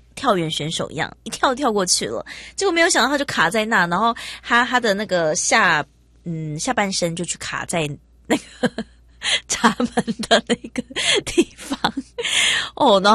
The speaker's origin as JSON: {"language": "Chinese", "country": "Taiwan", "said": "我们台湾人"}